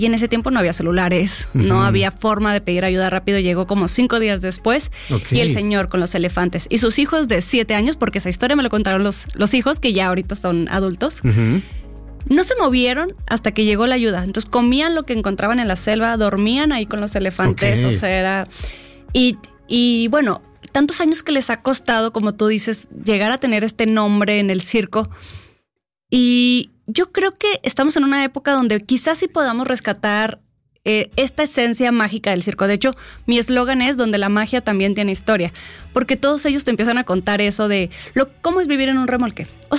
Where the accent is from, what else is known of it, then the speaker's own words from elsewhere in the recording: Monterrey, Nuevo León, Mexico; moved away; porque yo soy de Monterrey, tengo uh-huh. 16 años acá